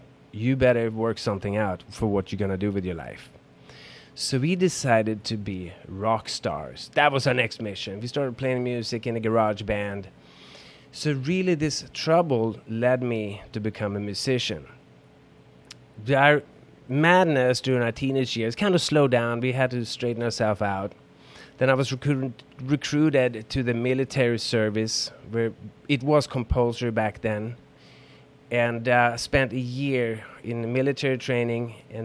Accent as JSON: {"language": "English", "town": "Stockholm", "region": "Stockholm County", "country": "Sweden", "tie": "born or raised there", "lives_now": "United States", "said": "I grew up in Stockholm, Sweden, on the countryside outside the city"}